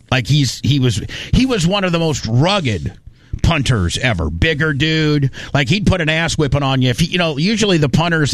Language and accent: English; Warsaw, Indiana, United States; moved away as an adult; I'm originally from Indiana, clear up until I was 18. Warsaw, Indiana, then started my radio broadcast career in Terre Haute, Indiana.